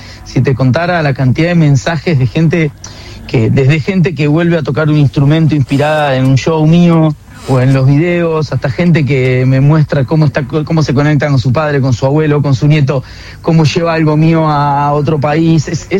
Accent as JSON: {"language": "Spanish", "region": "Buenos Aires", "country": "Argentina", "said": "la influencia de que también, como porteños, hay que decir que tomamos de los folclores, ¿no?"}